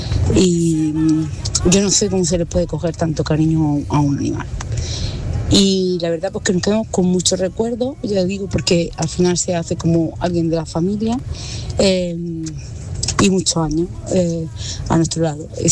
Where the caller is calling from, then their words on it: Almería, Andalusia, Spain; de Almería.